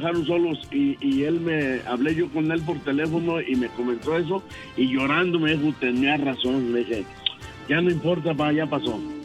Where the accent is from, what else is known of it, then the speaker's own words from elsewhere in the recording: Idaho, United States; Pero es que dijo de Utah, yo no soy de Utah, soy de Idaho.